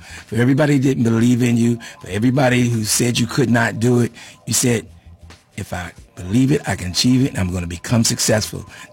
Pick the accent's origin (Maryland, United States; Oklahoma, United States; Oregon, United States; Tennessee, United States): Maryland, United States; Suitland; We lived, I grew up in Suitland, Maryland, and went to Suitland High School, go Rams.